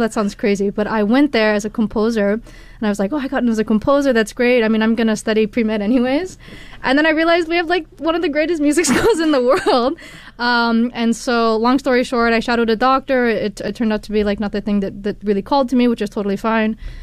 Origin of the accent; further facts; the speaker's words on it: Seattle, Washington, United States; moved away as an adult; also born or lived in Houston; I grew up in Seattle, Washington, far away. And I went to school in Houston at Rice.